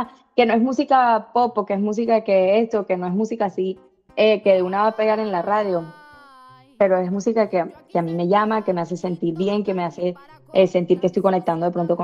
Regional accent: Barrancas, La Guajira, Colombia; also born or lived in Medellín, Colombia; now in United States; yo crecí en la Guajira, pero yo también soy mitad paisa, mi mamá es de Medellín y yo iba todo el tiempo a Medellín, cierto, hice mi carrera en Medellín, allá estudié también. Y luego también entonces vivo en Estados Unidos, hablo inglés, pero hablo español

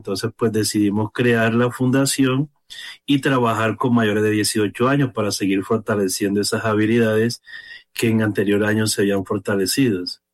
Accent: San Jacinto, Bolívar, Colombia; moved away as an adult; now in Bogotá, Colombia; yo soy sanjacintero de la costa

